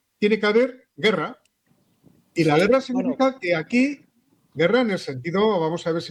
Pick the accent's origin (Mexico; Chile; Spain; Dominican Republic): Spain; me da rabia como español